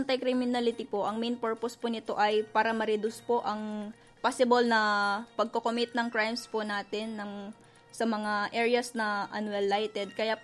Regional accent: Cagayan Valley, Philippines; now in Bacolod City, Philippines; I am 23 years old and I'm from Isabela Region 2 po.

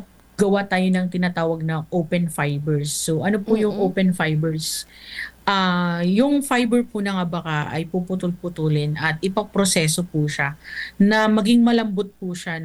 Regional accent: Bicol Region, Philippines; dito sa Catanduanes, ano, kasi syempre taga-Catanduanes ako.

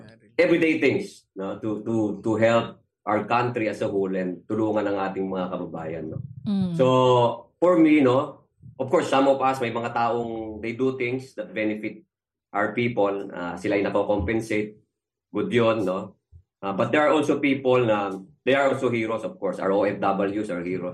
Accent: Manila, Metro Manila, Philippines; Of course, I grew up in Manila, and Manila is a very historical place. Marami akong nakita, no? I grew up in a slum, no?

